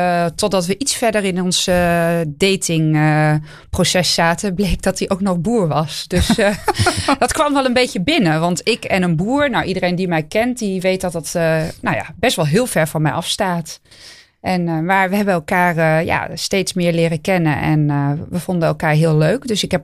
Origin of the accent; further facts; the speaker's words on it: Deventer, Overijssel, Netherlands; moved away as an adult; Ik kom uit Deventer.